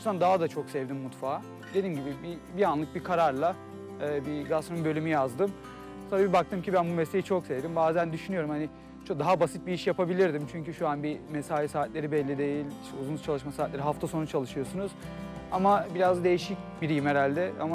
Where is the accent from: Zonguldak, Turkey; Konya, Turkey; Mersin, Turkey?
Zonguldak, Turkey; moved away as an adult; also born or lived in Eskişehir / Denmark; 26 Nisan 1995 tarihinde Zonguldak'ta doğdum. Üniversiteye geçene kadar da orada yaşadım.